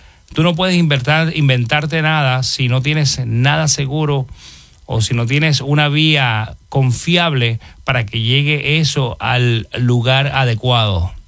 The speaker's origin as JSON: {"language": "Spanish", "country": "Venezuela", "moved": "yes", "said": "Saludo para mi gente de Venezuela, de verdad, siento mucho lo que está pasando en mi país, Venezuela."}